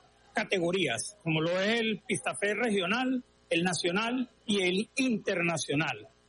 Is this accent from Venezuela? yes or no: yes; Lara, Venezuela; Para nosotros los larenses, esto representa un enaltecer nuestro gentilicio, ya que somos capital musical de Venezuela.